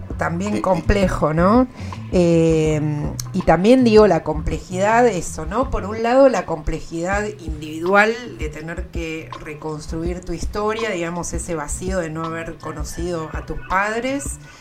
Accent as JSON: {"language": "Spanish", "town": "La Plata", "region": "Buenos Aires Province", "country": "Argentina", "tie": "born or raised there", "also_born_or_lived": "Olavarría", "said": "Ana Julia nació en La Plata y se fue a vivir a Olavarría, yo nací en Olavarría y me fui a vivir a La Plata, siempre cruzados, todo al revés."}